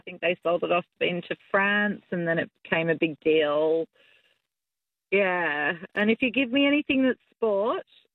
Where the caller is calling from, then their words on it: Melbourne, Victoria, Australia; I'm from Melbourne